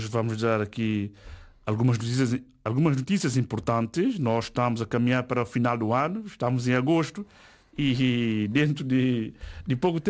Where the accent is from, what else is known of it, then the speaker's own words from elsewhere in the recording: São Tomé & Príncipe; now in Azores, Portugal; como sou de São Tomé e Príncipe